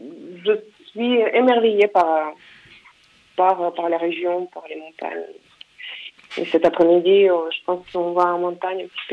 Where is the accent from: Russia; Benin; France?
Russia; Siberia; French is a second language; moi je viens de Sibérie.